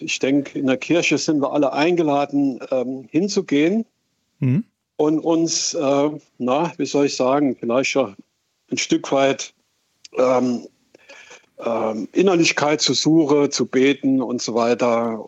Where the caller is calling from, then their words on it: St. Ingbert, Saarland, Germany; Ich komme aus St. Ingbert.